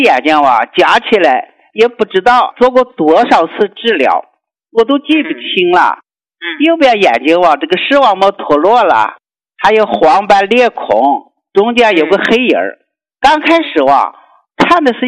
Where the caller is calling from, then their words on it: Shanxi, China; 我是山西的。